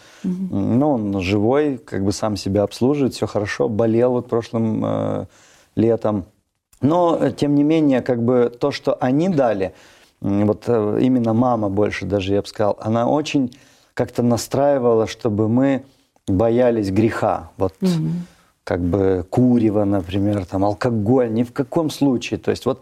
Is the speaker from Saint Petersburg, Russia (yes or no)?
no; Pyatigorsk, Stavropol Krai, Russia; Ну, мама с Украины у меня, папа тоже с Украины. Но родился я уже на Кавказе, в городе Пятигорске. Очень красивый город, добро пожаловать. Вот, там я прожил всю жизнь, ходил в одну школу, вырос на одной улице